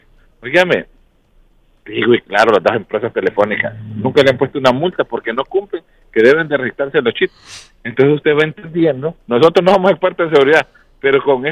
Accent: Honduras

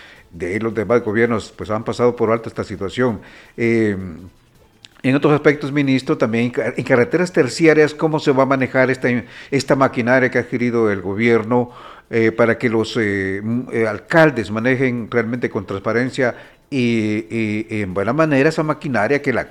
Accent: La Paz, Honduras; soy del departamento de La Paz

